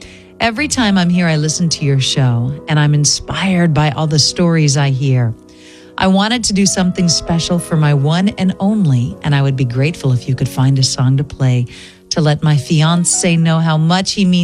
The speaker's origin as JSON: {"language": "English", "region": "England", "country": "United Kingdom", "said": "I am from England. I came to visit. I'm here at the moment, but only have 4 weeks left before I have to return home to the UK."}